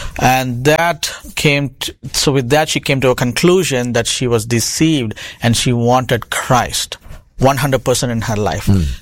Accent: India; moved away; I myself studied the same mantras in my school growing up in India.

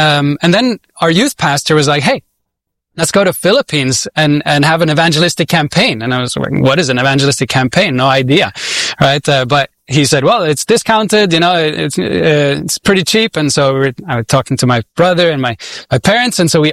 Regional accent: Switzerland; I grew up in Switzerland. It's a secular country, and I was taught about evolution and all these things.

